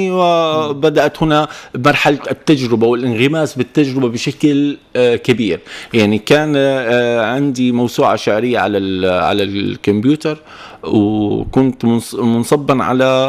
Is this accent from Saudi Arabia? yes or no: no; Salamiyah, Hama Governorate, Syria; moved away as an adult; now in Tunisia; شاركت في مسابقة لإلقاء الشعر في مدينتي سلمي.